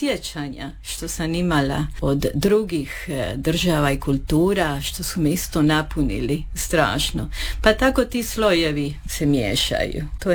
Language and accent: Croatian; Peru; moved away as an adult; also born or lived in London, United Kingdom; now in Mlini, Croatia; Zato što sam živjela u više država, odrasla sam u Peru, poslije sam pošla na studije u London i u Engleskoj. I sad sam ovdje i jako sam sretna što sam ovdje i da živim u tako divno mjesto što je Župa Dubrovačka, Mlini osobito.